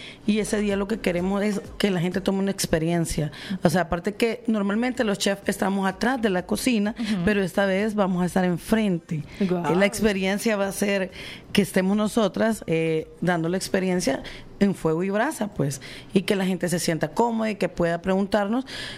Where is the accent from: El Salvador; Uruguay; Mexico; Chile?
El Salvador